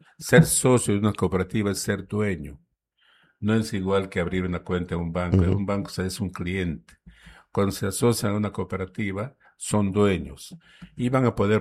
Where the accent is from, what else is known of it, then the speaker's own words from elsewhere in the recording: Moyobamba, San Martín, Peru; Yo me acuerdo cuando era chico, Moyobamba, mi tierra, tenía unas construcciones muy bonitas.